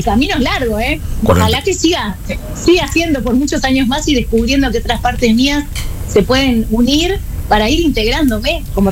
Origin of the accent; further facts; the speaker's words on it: Lagomar, Canelones, Uruguay; also born or lived in Atlántida; soy de Lagomar, soy canaria.